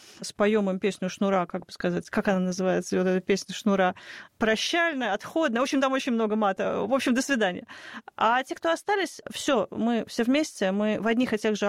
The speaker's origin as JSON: {"language": "Russian", "region": "Moscow", "country": "Russia", "tie": "born or raised there", "said": "Я вот коренная москвичка, для меня Никитская."}